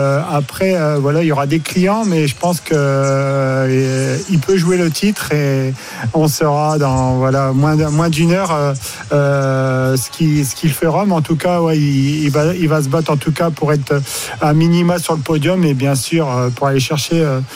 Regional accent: Hauts-de-France, France; Ah, oui, bah, vous savez, nous sommes du Nord, donc.

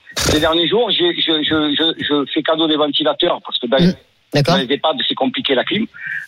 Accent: Nîmes, Occitanie, France; je suis à Nîmes depuis toujours.

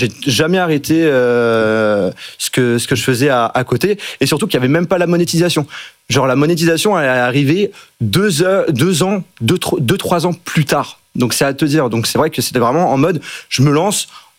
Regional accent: Strasbourg, Grand Est, France; moved away as an adult; now in Lyon, France; Actuellement, en effet, ça fait depuis 5 ans que je vis à Lyon, mais sinon, de base, je suis alsacien, strasbourgeois.

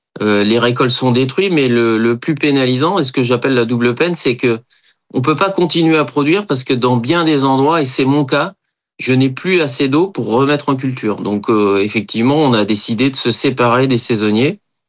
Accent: Nantes, Pays de la Loire, France; Et effectivement, moi le premier, je suis nantais, maraîcher nantais.

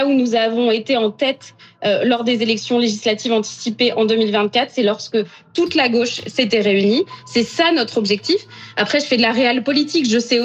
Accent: Nouvelle-Aquitaine, France; Enfin, moi, j'habite en Gironde, j'ai grandi en Gironde. C'est mon département qui a cramé. C'est la maison de mes amis qui a cramé.

